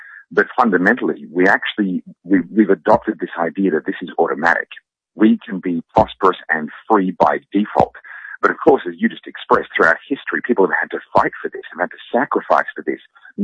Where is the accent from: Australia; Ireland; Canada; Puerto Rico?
Australia; now in United States; No, as an Australian, I am coming over here as a foreigner and I'm going to tell you what's wrong with your country, but it's not that you should be more like Australia.